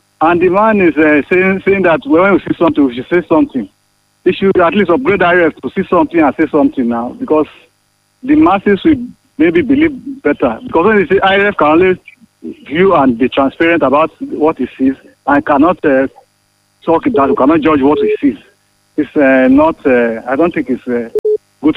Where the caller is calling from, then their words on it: Nigeria; I'm calling from Meyakwata.